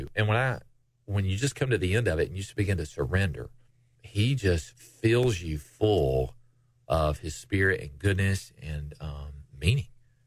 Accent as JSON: {"language": "English", "town": "Johnson City", "region": "Tennessee", "country": "United States", "tie": "born or raised there", "said": "I grew up in Johnson City and went to East Tennessee State"}